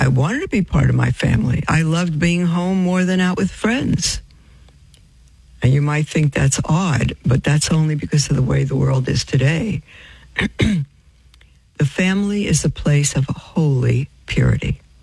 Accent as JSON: {"language": "English", "town": "New York City", "region": "New York", "country": "United States", "tie": "born or raised there", "said": "when I was growing up in Brooklyn in my Jewish home"}